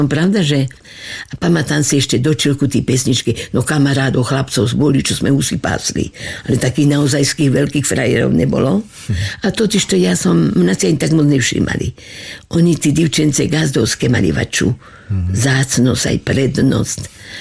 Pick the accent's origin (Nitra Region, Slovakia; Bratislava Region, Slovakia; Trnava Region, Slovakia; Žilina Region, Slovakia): Žilina Region, Slovakia; Radoština; Ja som nebola obyčajná, naša Radoština nebola obyčajná dedina.